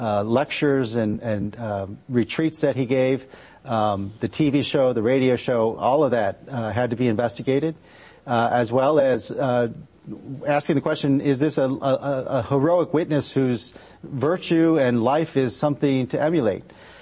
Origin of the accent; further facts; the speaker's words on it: Harvey, Illinois, United States; And so I'm from Harvey.